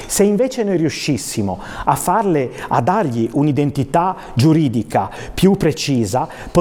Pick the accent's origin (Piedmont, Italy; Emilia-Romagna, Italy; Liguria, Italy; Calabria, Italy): Liguria, Italy; La Spezia; Perché io che vengo da Spezia e sono sindaco del Golfo di Spezia